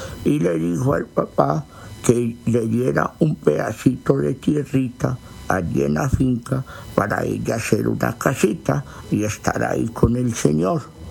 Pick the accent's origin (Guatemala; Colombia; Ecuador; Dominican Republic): Guatemala; moved away; me salí de Guatemala para meterme a Guatepeor. Perdí una mujer buena, perdí un hogar, mis hijos no me han perdonado.